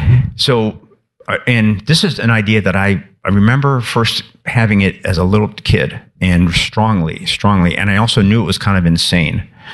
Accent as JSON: {"language": "English", "town": "Chicago", "region": "Illinois", "country": "United States", "tie": "born or raised there"}